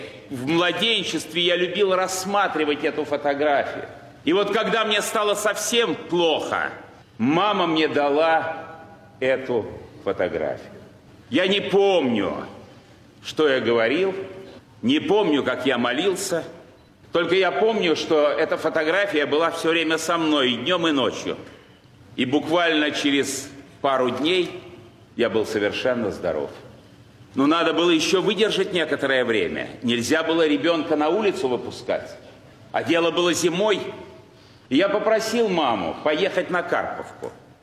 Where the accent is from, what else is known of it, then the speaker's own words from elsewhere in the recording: Saint Petersburg, Russia; Я родился здесь, в Петербурге, в благочестивой семье. Мой отец был священником. Жили мы очень стесненно материально в послевоенном Ленинграде, практически в одной комнате